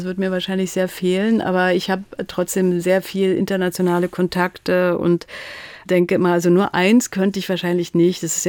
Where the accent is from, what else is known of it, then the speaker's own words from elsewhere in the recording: Berlin, Germany; also born or lived in Hamburg; also ich habe damals schon nicht mehr in Berlin gelebt, meine Heimatstadt